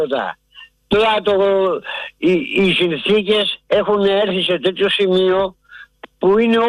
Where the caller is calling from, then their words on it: Salamina, Attica, Greece; Από τη Σαλαμίνα.